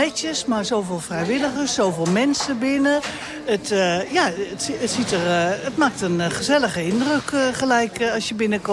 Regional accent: Apeldoorn, Gelderland, Netherlands; Ik kom uit Apeldoorn, de Koot.

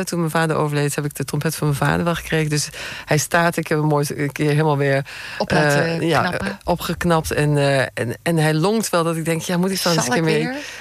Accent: Angerlo, Gelderland, Netherlands; Nee, ik kom uit Angerlo, bij Doesburg.

